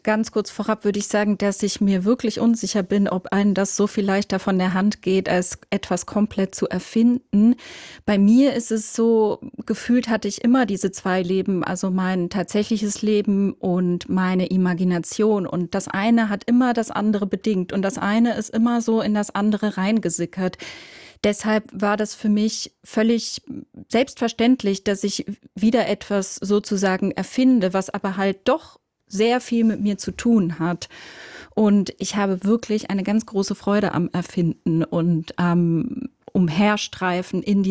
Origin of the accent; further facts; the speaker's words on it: Switzerland; accent: Swiss German; first language Swiss German; meine Muttersprache der Dialekt, also das Schweizerdeutsche ist